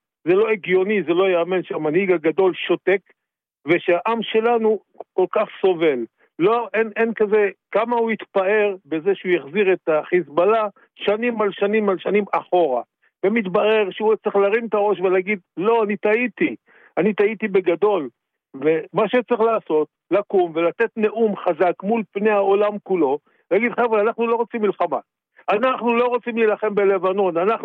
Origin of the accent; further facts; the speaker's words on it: Central District, Israel; אני מהמרכז.